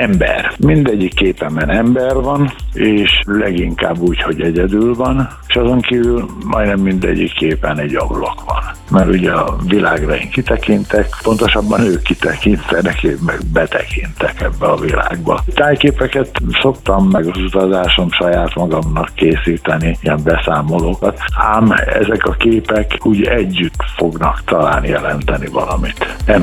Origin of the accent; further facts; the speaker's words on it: Mórahalom, Csongrád-Csanád, Hungary; moved away; Ez is viszonylag egyszerű, egyrészt ott nőttem fel. Mármint kiskoromban ott nőttem meg, és gimnastakorom még Móra-halmon és a környékén.